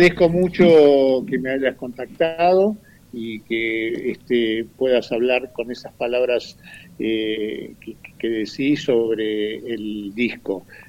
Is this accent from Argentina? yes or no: yes; Buenos Aires, Argentina; moved away as an adult; now in General Roca, Argentina; como familia vinimos aquí en el año 94. Yo soy originalmente de Buenos Aires, de Capital